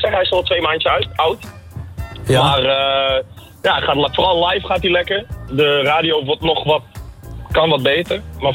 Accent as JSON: {"language": "Dutch", "town": "Hengelo", "region": "Overijssel", "country": "Netherlands", "tie": "born there", "said": "Ik ben in Hengelo."}